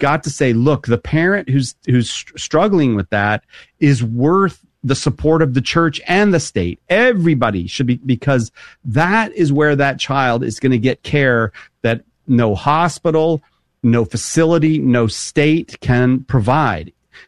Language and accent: English; Boston, Massachusetts, United States; as an Irish Catholic, Boston Irish Catholic family